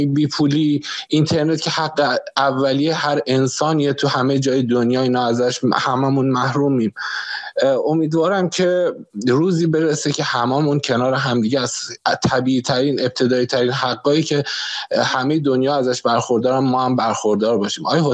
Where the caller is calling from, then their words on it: Iran; من تو ایران تنها زندگی میکنم